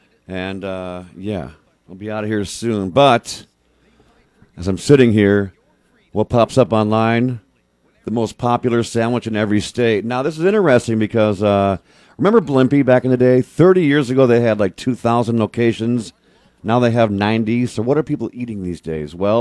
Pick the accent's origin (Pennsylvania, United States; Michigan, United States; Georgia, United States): Michigan, United States; moved away; in my home state of Michigan